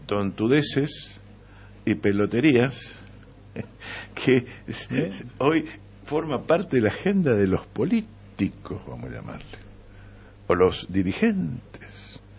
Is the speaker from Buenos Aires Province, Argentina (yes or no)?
no; Barranqueras, Chaco, Argentina; yo soy de Barranquera, como vos lo sabes.